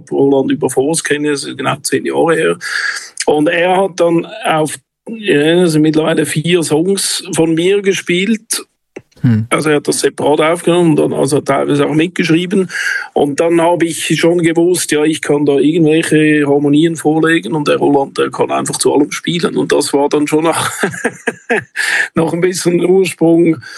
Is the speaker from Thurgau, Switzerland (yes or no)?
no; Zurich, Switzerland; ich bin aus Zürich, eigentlich wohne aber auch in den Bergen.